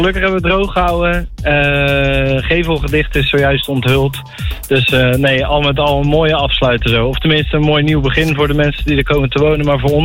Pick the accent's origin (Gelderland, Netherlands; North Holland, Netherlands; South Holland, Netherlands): South Holland, Netherlands; Rotterdam; het is wel tof gewoon als Rotterdammer ook om dit te mogen aanschouwen.